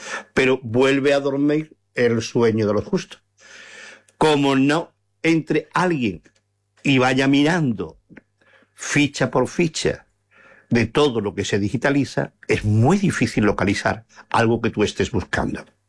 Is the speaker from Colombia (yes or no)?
no; Palma del Río, Andalusia, Spain; ¡Ojo, este es mi pueblo! ¡Esta es la villa de Palma!